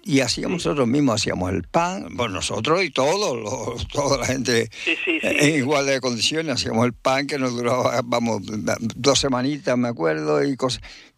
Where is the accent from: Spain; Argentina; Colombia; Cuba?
Spain; Guatiza, Canary Islands; also born or lived in Tenerife; Yo soy de Guatiza, en Lanzarote. Ajá. Y no, bueno, con 3 años, pues mi madre y mi padre se vinieron a Tenerife y demás, pero yo iba, pues, todas las vacaciones que tenía para allá